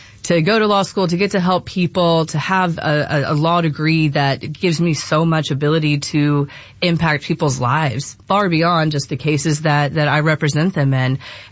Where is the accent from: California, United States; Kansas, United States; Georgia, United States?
Georgia, United States; also born or lived in Colorado Springs, United States; So raised in Cobb County, not born in Cobb County.